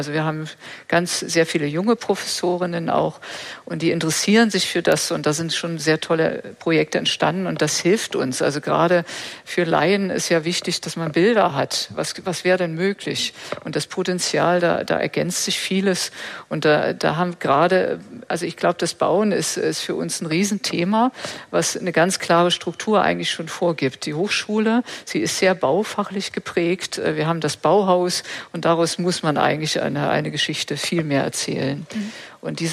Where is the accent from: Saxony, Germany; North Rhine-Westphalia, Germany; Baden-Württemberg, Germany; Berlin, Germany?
Berlin, Germany; moved away; ich bin ja in Berlin geboren und dort aufgewachsen